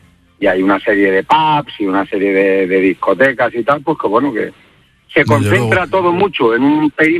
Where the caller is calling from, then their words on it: Granada, Andalusia, Spain; vivo no en el centro, sino un poco a las afueras de Granada, en un barrio mítico también, que es muy muy famoso por las tapas, se llama La Chana